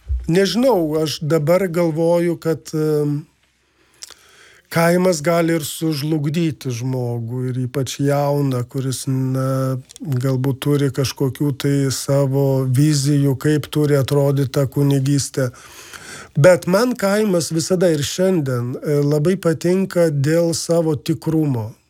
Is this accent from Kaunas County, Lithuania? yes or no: no; Vilnius, Vilnius County, Lithuania; aš pats esu Vilnietis, grynas Vilnietis, prie Halės turgaus užaugęs.